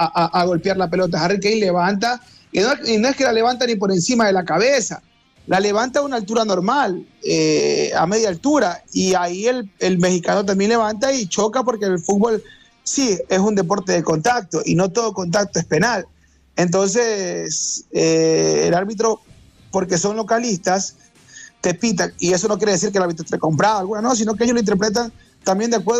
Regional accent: Ecuador

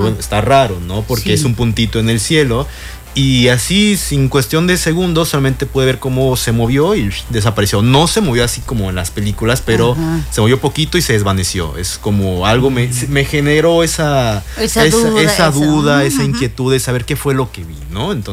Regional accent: Yucatán, Mexico; como típicos yucatecos, les encanta la hamaca, pues yo siempre he sido más de dormir en la hamaca.

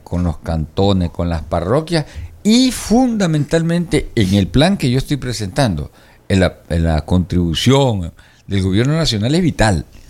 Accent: Calderón, Manabí, Ecuador; Yo soy de Calderón y mi familia todavía vive parte en Naranjal.

